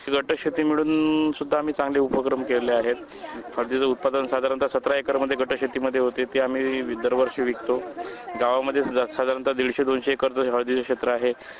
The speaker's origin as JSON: {"language": "Marathi", "town": "Matoda", "region": "Maharashtra", "country": "India", "said": "माटोडा तालुका मूर्तिजापूर जिल्हा अकोला."}